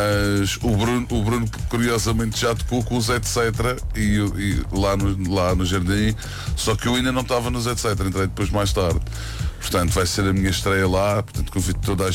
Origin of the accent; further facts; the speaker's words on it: Madeira, Portugal; já toquei em tanto lugar aqui na Madeira, sou madeirense